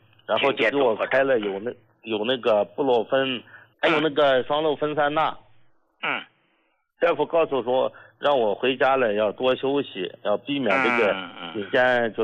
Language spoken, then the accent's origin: Chinese; Shandong, China; 是这样的，胡老，我家是山东的，我呢是一名出租车司机